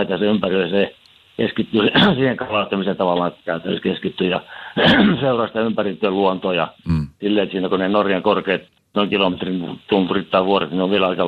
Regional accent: Southern Finland, Finland; now in Rovaniemi, Finland; kun mä etelässä Suomessa kotoisin

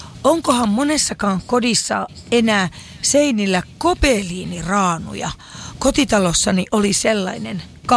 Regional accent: Kajaani, Kainuu, Finland; born there; moved away; Meillä Kajaanissa asuessa lapsena puhuttiin vinkkeleistä.

